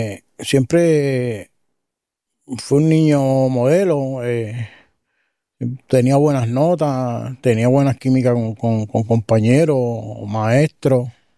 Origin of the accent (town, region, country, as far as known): Las Piedras, Puerto Rico; born or raised there